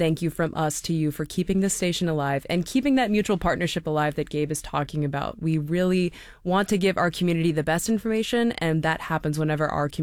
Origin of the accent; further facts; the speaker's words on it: Carbondale, Illinois, United States; now in Baltimore, United States; growing up in Southern Illinois. I lived in a small town in Carbondale, Illinois